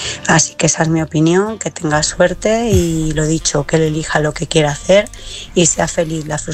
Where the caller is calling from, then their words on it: Madrid, Community of Madrid, Spain; corresponsal de Madrid